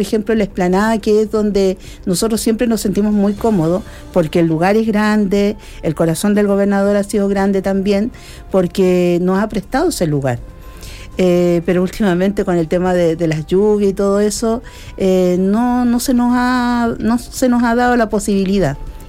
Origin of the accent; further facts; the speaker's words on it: Coihueco, Ñuble, Chile; como yo soy de Coihueco